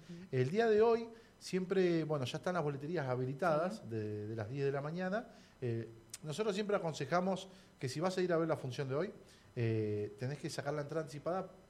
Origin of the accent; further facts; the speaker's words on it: Buenos Aires, Argentina; nosotros somos de Buenos Aires